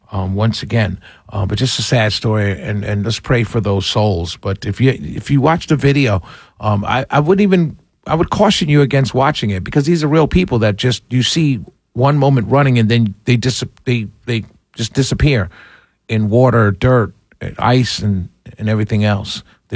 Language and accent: English; New York City, New York, United States; And so I grew up in New York City.